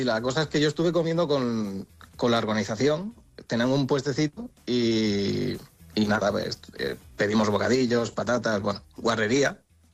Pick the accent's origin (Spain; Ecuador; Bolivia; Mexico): Spain; Soy el primer español que participa en ello.